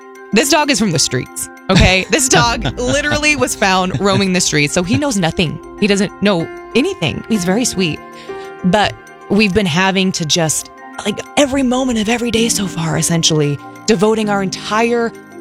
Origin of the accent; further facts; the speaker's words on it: Wichita, Kansas, United States; moved away; Wichita, which is my hometown.